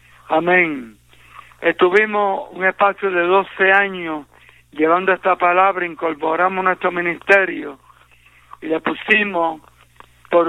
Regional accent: Bayamón, Puerto Rico; moved away; also born or lived in Connecticut; cuando llegamos a la isla de Puerto Rico, yo soy natural de Bayamón, Puerto Rico

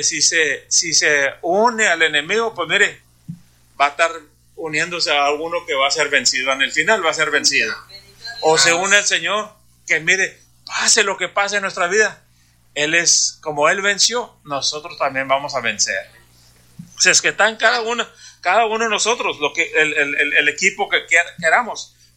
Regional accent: Brownsville, Texas, United States; yo vengo de Brownsville, Texas. Brownsville, Texas es una ciudad que está está un río y al cruzar el río es Matamoros, ya es México eso.

